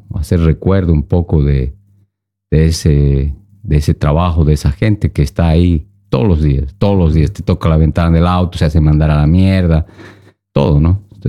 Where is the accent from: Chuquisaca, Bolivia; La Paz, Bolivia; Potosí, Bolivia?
Chuquisaca, Bolivia; Sucre; moved away as an adult; now in Oslo, Norway; soy de Bolivia, de Sucre, del centro del país. Mm. Valle Alto, ¿no? A 2700, de ahí vengo, sí.